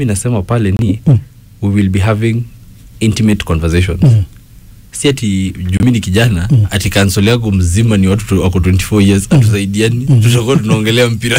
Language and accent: Swahili; Kajiado County, Kenya; mimi ni wa Kajiado North